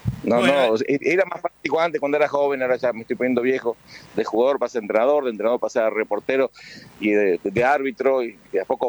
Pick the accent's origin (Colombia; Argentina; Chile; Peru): Argentina; Comodoro Rivadavia, Chubut; nosotros somos de Comodoro.